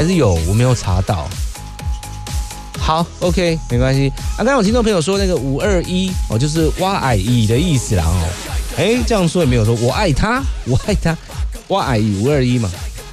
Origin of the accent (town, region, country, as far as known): Taiwan